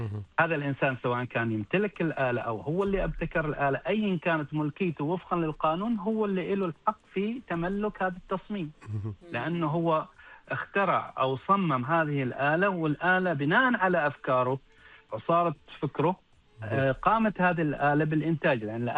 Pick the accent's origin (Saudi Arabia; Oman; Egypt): Oman